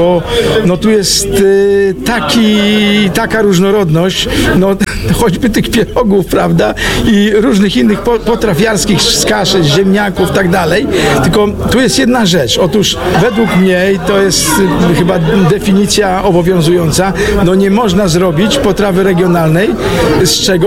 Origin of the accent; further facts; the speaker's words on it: Kraśnik, Lublin Voivodeship, Poland; born there; Urodziłem się w Kraśniku, a więc Lubelszczyznę trochę znam.